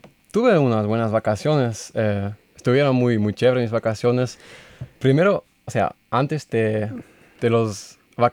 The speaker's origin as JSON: {"language": "Spanish", "town": "Hanover", "region": "Lower Saxony", "country": "Germany", "moved": "yes", "said": "porque yo soy de Hannover"}